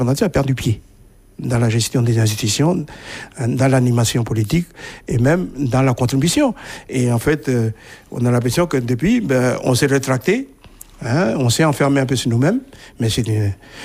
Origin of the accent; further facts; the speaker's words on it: South Province, New Caledonia; pour nous les gens du Sud